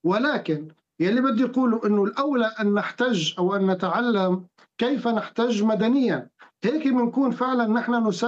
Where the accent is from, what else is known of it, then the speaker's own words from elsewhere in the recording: Syria; نحن كشعب سوري